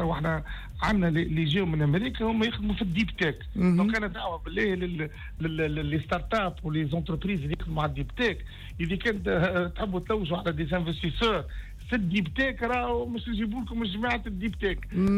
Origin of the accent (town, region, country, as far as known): Tunisia